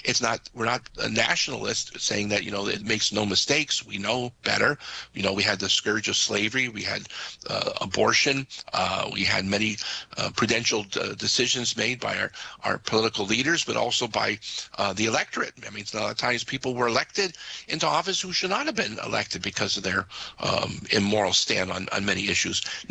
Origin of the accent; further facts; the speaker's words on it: United States; And I, as American Catholic, and I know everyone at EWTN, we're going to be rejoicing on July 4th.